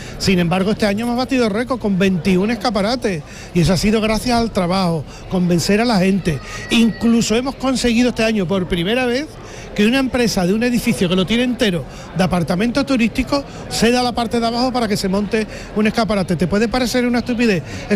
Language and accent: Spanish; Seville, Andalusia, Spain; simplemente somos sevillanos enamorados en esta ciudad